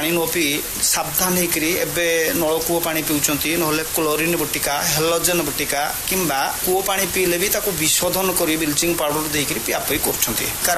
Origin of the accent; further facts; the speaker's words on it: Digaresia, Odisha, India; ଆମ ଗାଁ ହଉଛି ଦିଗରେସିଆ, ଗ୍ରାମ ପଞ୍ଚାୟତ ଗୌଡ଼ମା ଏବଂ ବ୍ଲକ ହଉଛି କୁଳିଅଣା।